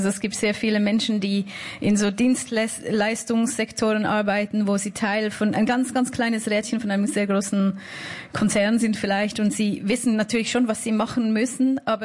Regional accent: Switzerland; accent: Swiss German; Schweizerdeutsch spreche, man merkt es wahrscheinlich schon an meinem Akzent

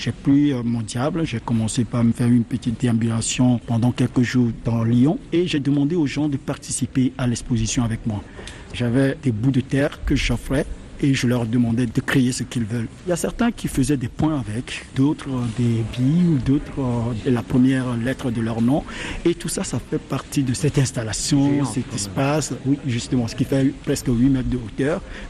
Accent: Togo; also born or lived in Abidjan, Côte d'Ivoire; now in France; Mais oui, je viens du Togo.

